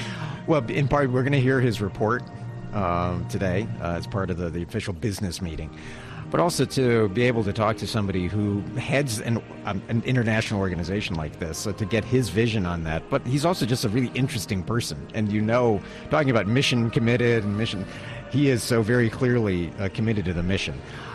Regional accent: Hawaii, United States; growing up in Hawaii

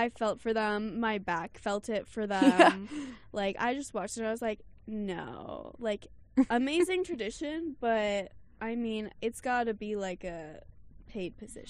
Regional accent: Colorado, United States; May mention that I'm from Colorado.

